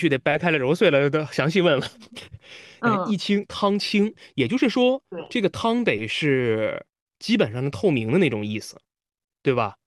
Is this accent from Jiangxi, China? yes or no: no; Shanxi, China; now in Beijing, China; 因为我是山西人，我也爱吃面，